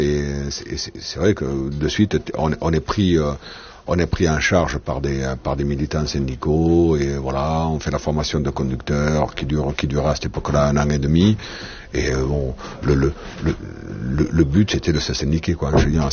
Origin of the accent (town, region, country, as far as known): Lannemezan, Occitanie, France